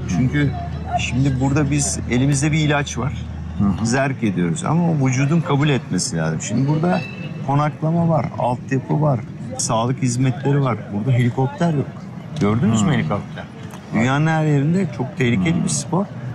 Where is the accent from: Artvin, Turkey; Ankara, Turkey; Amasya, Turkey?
Artvin, Turkey; Ya ben Artvinliyim, ben böyle bir yer bilmiyorum dedim Sayın Valim.